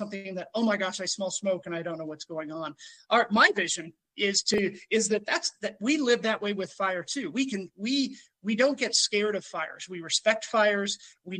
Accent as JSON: {"language": "English", "region": "Gulf Coast", "country": "United States", "tie": "born or raised there"}